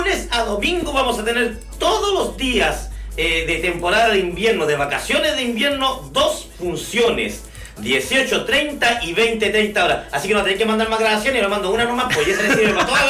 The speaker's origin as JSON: {"language": "Spanish", "town": "Punitaqui", "region": "Coquimbo", "country": "Chile", "said": "Somos del pueblo de Punitaqui"}